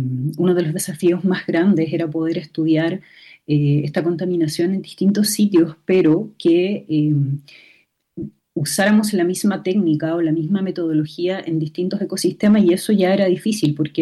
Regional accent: Chile

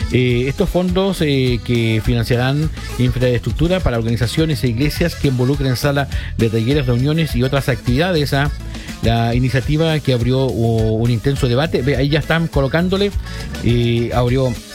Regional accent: Chile; yo soy chileno, nosotros queremos que Chile le vaya bien

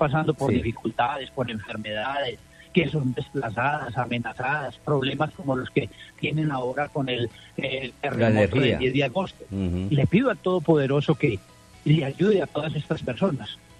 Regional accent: El Cairo, Valle del Cauca, Colombia; Ayer es mi cumpleaños número 60. Yo vivo eternamente agradecido con mis orígenes. Nací en el corregimiento de Albán, en el municipio del Cairo. Y esa es mi tierra natal.

